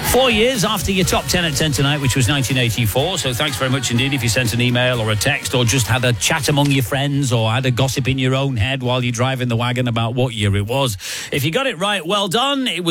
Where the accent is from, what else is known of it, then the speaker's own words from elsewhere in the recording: United Kingdom; it is funny and it is silly and we are British and we don't take things terribly serious